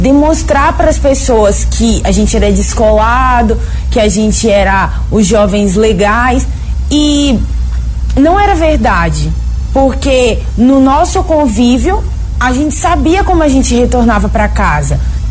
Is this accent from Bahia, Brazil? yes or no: yes; Salvador, Bahia, Brazil; por ser uma cultura aqui da cidade de onde eu nasci, que é Salvador, Bahia.